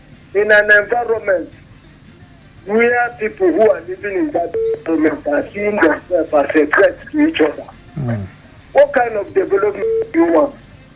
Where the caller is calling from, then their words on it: Nigeria; I'm calling from Anguarogo